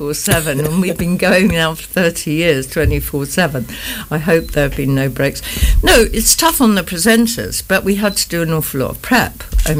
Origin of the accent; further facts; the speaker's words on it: United Kingdom; now in Nairobi, Kenya; it was actually shortly after I became a Kenya citizen, because as a British citizen